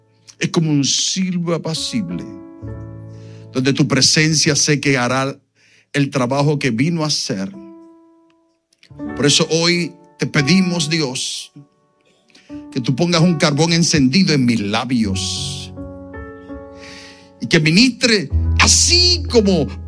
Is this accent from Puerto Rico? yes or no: yes; Puerto Rico; now in Elizabeth, United States; Y aunque soy puertorriqueño, no hablo como puertorriqueño porque llevo 45 años en Estados Unidos o más